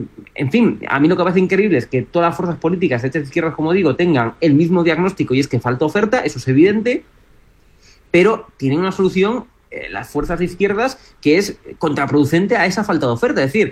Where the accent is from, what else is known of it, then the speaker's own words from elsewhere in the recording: Santiago de Compostela, Galicia, Spain; yo, que soy, por ejemplo, de Galicia, Santiago de Compostela, que históricamente ha sido una ciudad universitaria